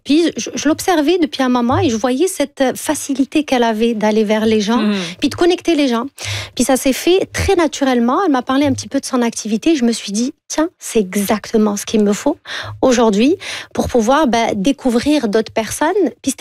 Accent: Algeria; moved away as an adult; ça fait que 3 ans que je suis ici. Je viens d'Algérie

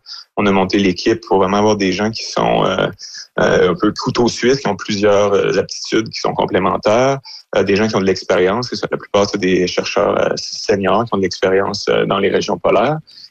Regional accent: Quebec, Canada

